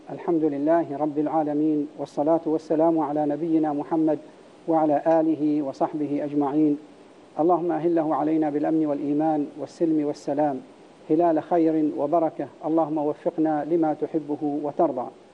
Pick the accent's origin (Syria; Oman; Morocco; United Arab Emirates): Oman; بلادنا عمان